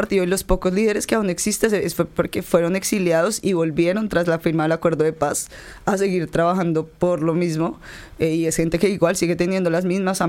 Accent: Colombia; moved away as an adult; now in Argentina

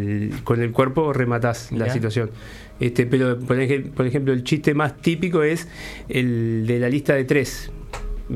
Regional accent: San Bautista, Canelones, Uruguay; Sí, me pasó también hace poco en un show en mi pueblo, en San Bautista.

